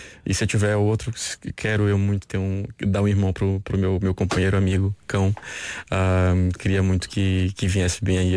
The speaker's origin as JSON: {"language": "Portuguese", "country": "Brazil", "lives_now": "Portugal", "said": "E eu não conhecia o Markle porque eu vim do Brasil."}